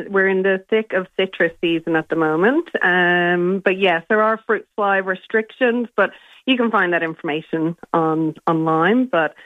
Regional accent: Ireland; moved away as an adult; now in Renmark, Australia; So, originally, I'm Irish, and I came here 15 years ago, and I'm the tourist who hasn't left.

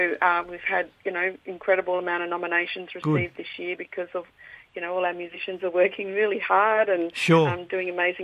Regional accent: Alice Springs, Northern Territory, Australia; born or raised there

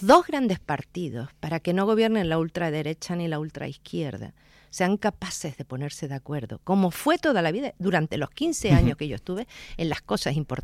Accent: Canary Islands, Spain; los canarios que fuimos emigrantes

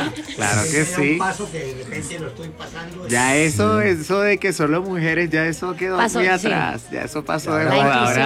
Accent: Venezuela; Somos venezolanos.

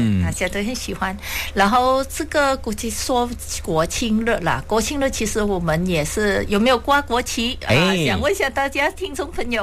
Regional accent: Malaysia; 我们马来西亚人民

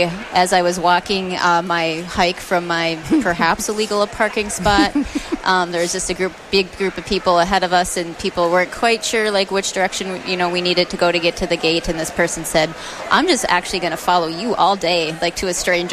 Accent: Spicer, Minnesota, United States; my hometown of Spicer.

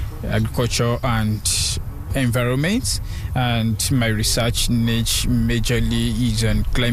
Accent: Nigeria; moved away as an adult; now in Saskatoon, Canada; I'm from Nigeria originally, so I'm a Nigerian, and presently I'm a permanent resident in Canada.

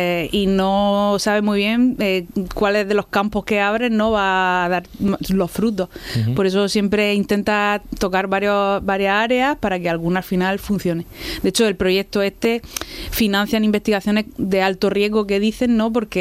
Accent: Region of Murcia, Spain; Pues yo siempre quise volver porque yo soy muy murciana y me gusta mucho Murcia y mi país.

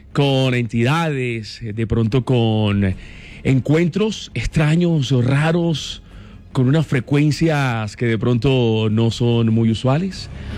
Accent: Villavicencio, Meta, Colombia; Soy de acá de Villavicencio, pensé que era Tropicana Villavicencio.

